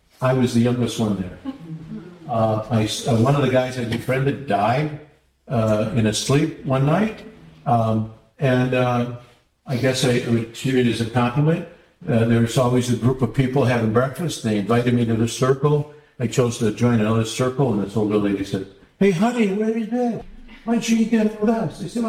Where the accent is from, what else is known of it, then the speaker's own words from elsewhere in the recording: Detroit, Michigan, United States; I grew up in Detroit.